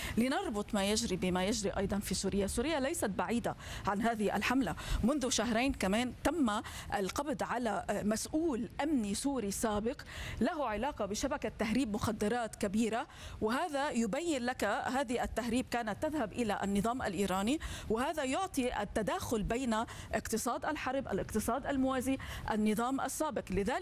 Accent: Lebanon; نحن علينا أن نعترف كلبنانيين.

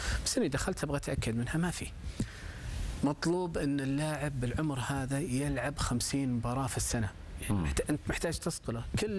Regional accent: Saudi Arabia; عندنا في المملكة العربية السعودية

